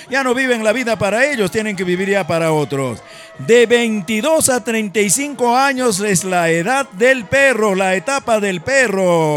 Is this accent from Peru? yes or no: yes; Peru; moved away; Cuando yo estudiaba en mi tierra de Collahuasi primaria, en esos tiempos de la década del 60